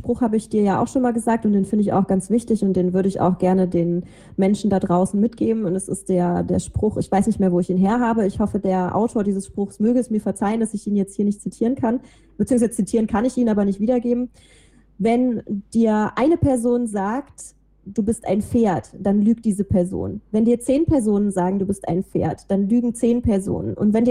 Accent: Rhineland, Germany; accent: Rhinelandic dialect; ich bin halt nun mal im Rheinland aufgewachsen

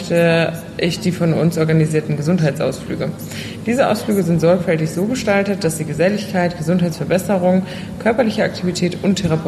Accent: Sarajevo, Federation of Bosnia and Herzegovina, Bosnia & Herzegovina; Ich bin in Sarajevo geboren und lebe immer noch dort.

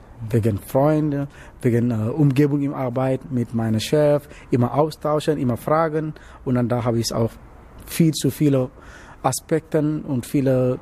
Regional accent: Dakar, Senegal; German is a second language; now in Germany; Ja, ich komme genau da im Hauptstadt, also in eine Teile in der Stadtviertel.

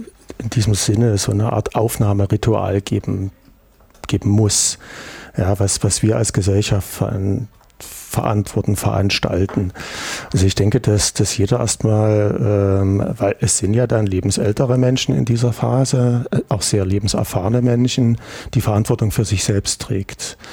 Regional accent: East Germany, Germany; ich bin ja auch hier im Osten groß geworden.

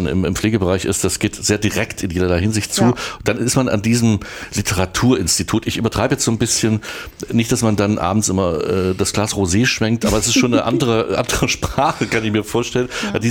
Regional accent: Erfurt, Thuringia, Germany; Weil ich auch gebürtiger Erfurter bin.

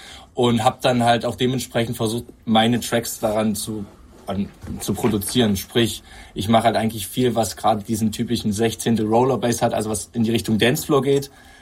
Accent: East Germany, Germany; Es hat halt, weil es bei uns im Osten, muss man sagen, halt ziemlich bekannt ist, mit Hardtech angefangen.

